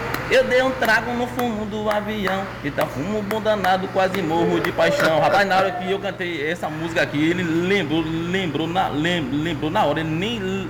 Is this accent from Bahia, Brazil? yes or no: yes; Buerarema, Bahia, Brazil; sou de Buerarema, neto de do finado Leandro, meu avô. Morei ali em frente a João do Beco.